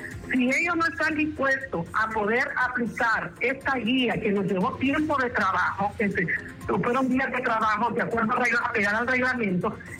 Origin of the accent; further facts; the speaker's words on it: Honduras; nos identifica como hondureños